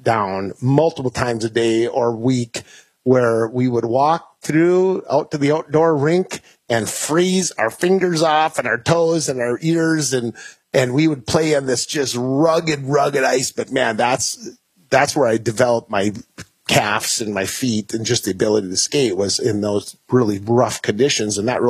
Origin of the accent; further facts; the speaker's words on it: Crookston, Minnesota, United States; moved away; I was born in Crookston, Minnesota, so about 20 minutes to the east of Grand Forks.